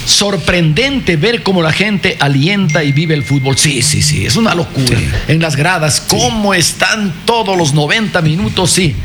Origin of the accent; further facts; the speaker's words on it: Ecuador; soy ecuatoriano.